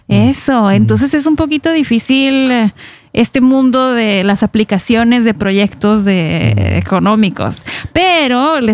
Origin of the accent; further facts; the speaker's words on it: Baja California, Mexico; now in Norway; Mira, que somos vecinos a muchos kilómetros, pero somos baja californianos los dos.